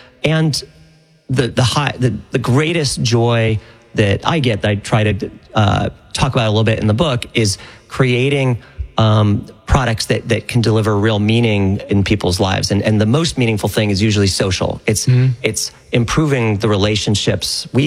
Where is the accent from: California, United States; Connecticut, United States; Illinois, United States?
Illinois, United States; Chicago; born or raised there